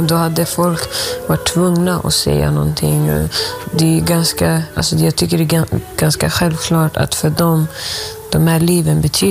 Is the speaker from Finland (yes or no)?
no; Somalia; De pratar om mig i intervjun att jag är somalier.